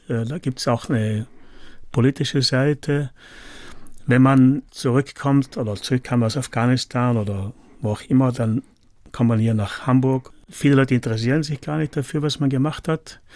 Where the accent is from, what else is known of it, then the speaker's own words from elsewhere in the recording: Merano, Trentino-Alto Adige, Italy; Aber sicher, wir sind auch geprägt durch den starken, gerade im Meran, wo ich aufgewachsen bin, damals bundesdeutschen Tourismus, der war sehr stark.